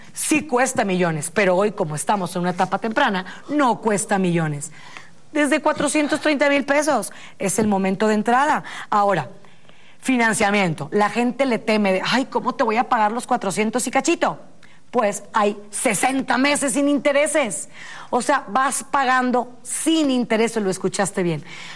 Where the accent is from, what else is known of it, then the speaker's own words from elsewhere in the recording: Monterrey, Nuevo León, Mexico; Tú vives lejos como yo, que yo soy de Monterrey